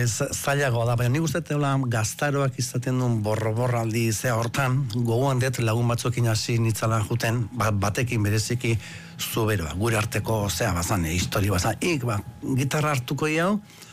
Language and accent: Basque; Lasarte, Basque Country, Spain; also born or lived in Ondarroa; sortu nintzen Bizkaian Ondarrun, bai, baina gali ez dut inoiz esate, baina Gipuzkura etorri nintzen Lasartera, ni 8 urte nitxula